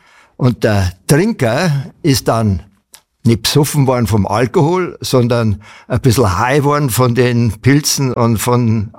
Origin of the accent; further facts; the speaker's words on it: Murnau, Bavaria, Germany; ich bin in der Brauerei groß geworden. Also mein Großvater hat 1912 die Brauerei in Murna gekauft.